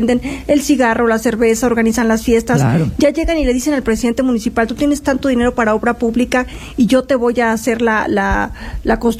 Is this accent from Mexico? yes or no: yes; Zacatecas, Mexico; yo recorro mi tierra, Zacatecas, desde hace muchos años